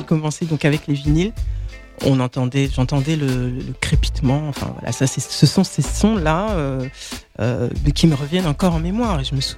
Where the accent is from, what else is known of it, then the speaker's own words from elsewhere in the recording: Île-de-France, France; born there; moved away as an adult; also born or lived in Paris / Antony / Ermont; now in Chantilly, France; j'ai vécu en région parisienne, dans le 92 d'abord, à Antony, avec mes parents. Et mes sœurs.